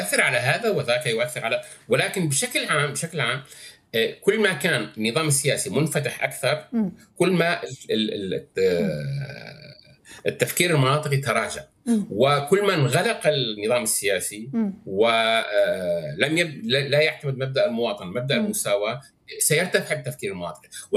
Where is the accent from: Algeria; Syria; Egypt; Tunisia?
Syria; نحن نحتاج كسوريين